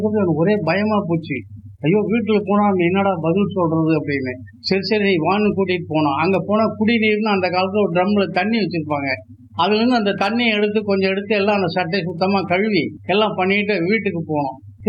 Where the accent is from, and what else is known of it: Erode, Tamil Nadu, India; born or raised there